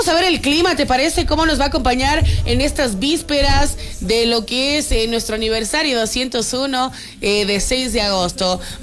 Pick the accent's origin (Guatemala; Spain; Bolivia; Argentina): Bolivia